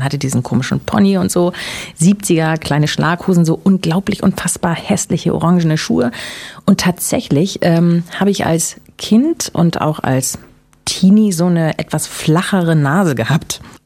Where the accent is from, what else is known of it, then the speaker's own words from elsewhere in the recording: Berlin, Germany; Ja, ich bin ja Berliner.